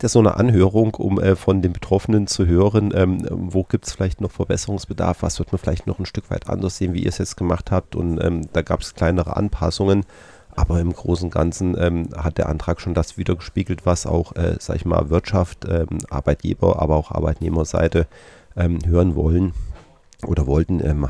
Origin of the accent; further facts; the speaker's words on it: Thuringia, Germany; Ich komme aus dem Wartburgkreis